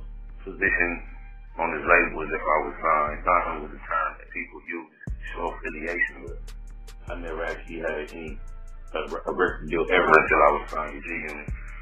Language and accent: English; Compton, California, United States; I was born in the city of Compton in a hospital that no longer exists. I was actually born in Compton. My mother lived in Compt